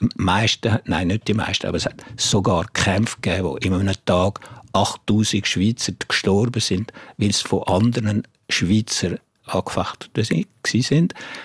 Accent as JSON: {"language": "German", "region": "Bourgogne-Franche-Comté", "country": "France", "tie": "born or raised there", "second_language": "German", "said": "Nein, ich finde einfach, ich bin von da, ich bin im Jura aufgewachsen, ich bin ein Freund vom Zürichsee oder vom Genfersee und ich gehe gerne in den Alpen wandern. Also warum soll ich jetzt als Franzose schreiben, oder?"}